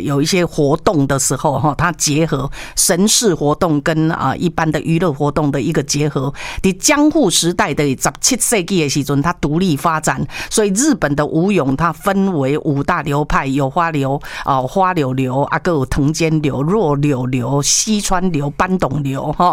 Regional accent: Taiwan; 我们台湾人对日本舞比较会注意、熟悉、关注到的

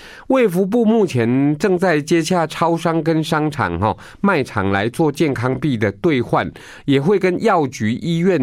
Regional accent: Taiwan; 恭喜我们台湾人还福利做得不错了哈。

